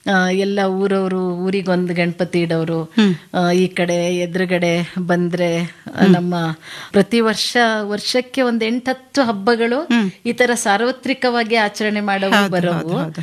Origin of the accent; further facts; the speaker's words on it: Thirthahalli, Karnataka, India; moved away; ನಮ್ಮ ಬಾಲ್ಯ ತಾವೇ ಹೇಳ್ದ ಹಾಗೆ ತೀರ್ಥಹಳ್ಳಿ. ತೀರ್ಥಹಳ್ಳಿ ಊರೇ ಒಂಥರ ಮಲೆನಾಡು